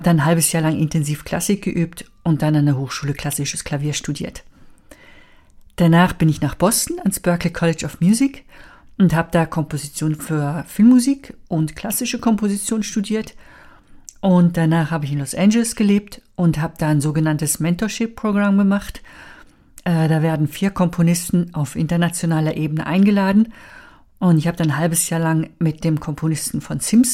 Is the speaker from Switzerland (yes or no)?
yes; Switzerland; also born or lived in Italy / United States; now in Berlin, Germany; weil ich bin in der Schweiz aufgewachsen, meine Eltern, meine Vorfahren sind aber Deutsche. Da habe ich 6 Jahre in Italien gelebt, 3 Jahre USA, sodass ich meine Wurzeln in Deutschland kennenlernen wollte und nach Berlin gegangen bin.